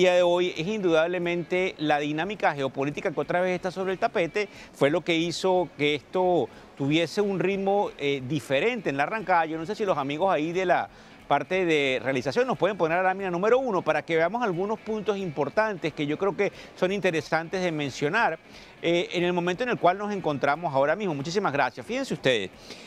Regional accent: Venezuela; yo soy venezolano

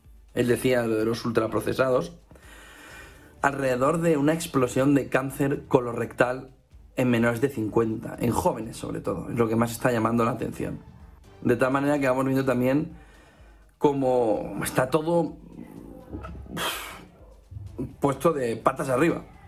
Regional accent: Alicante, Valencian Community, Spain; En Alicante, en mi tierra, es pan de todos los días, de todos los veranos.

